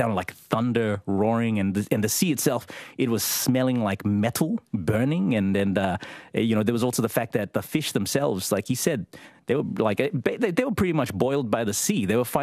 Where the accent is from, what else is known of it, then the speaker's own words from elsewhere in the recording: Rabaul, East New Britain, Papua New Guinea; I used to play with it as a child when you know, growing up in Rabaul.